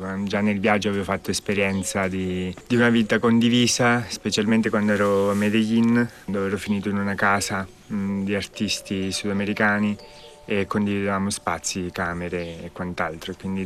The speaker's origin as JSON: {"language": "Italian", "region": "Marche", "country": "Italy", "tie": "born or raised there", "also_born_or_lived": "China / South America", "moved": "as an adult", "said": "Io comunque sono cresciuto qui all'Oropiceno e vivo all'Oropiceno, poi appunto nel 2017 mi sono trasferito, ho fatto un'esperienza in Cina"}